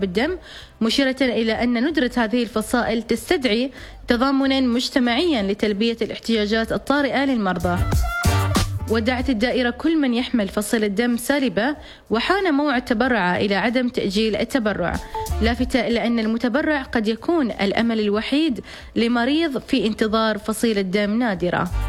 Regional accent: Oman; مثل ما تعودنا نحن كمجتمع عماني

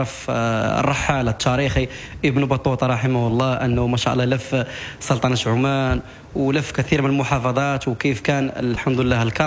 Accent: Morocco; وخاصة يعرفونك أنك من دولة المغرب

